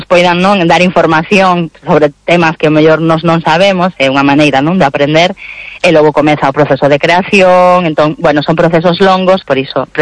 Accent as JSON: {"language": "Galician", "region": "Galicia", "country": "Spain", "said": "nós tamén somos creadoras galegas, co cal sempre a nosa visión, o facemos dende a nosa idiosincrasia"}